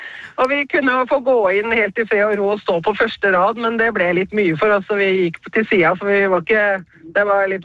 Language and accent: Norwegian; Kolbotn, Akershus, Norway; med veninner fra jeg vokste opp på Kolbotn.